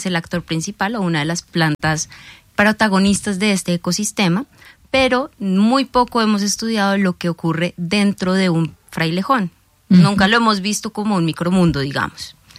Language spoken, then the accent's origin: Spanish; Colombia